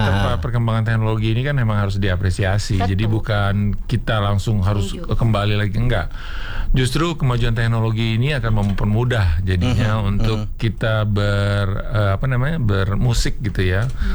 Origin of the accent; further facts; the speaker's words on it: Jakarta, Indonesia; Jakarta. Asli Jakarta.